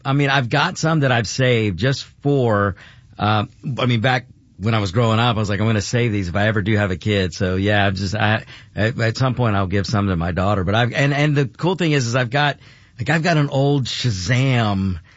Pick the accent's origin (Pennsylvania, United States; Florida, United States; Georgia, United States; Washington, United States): Georgia, United States; Atlanta; I grew up in Atlanta and my parents still live in the Tucker area.